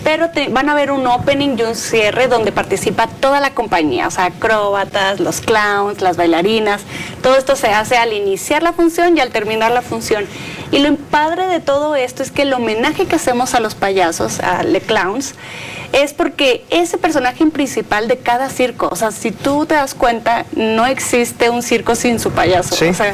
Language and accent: Spanish; Monterrey, Nuevo León, Mexico; Mexa, de Monterrey.